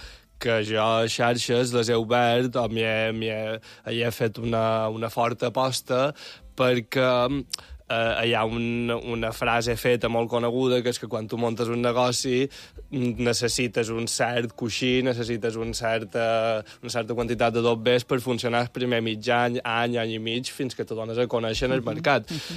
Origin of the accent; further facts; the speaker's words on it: Balearic Islands, Spain; És a dir, jo som mallorquí, tota la meva família és mallorquina, però per casualitat de sa vida, mon pare i mon mare, que eren un poc hippies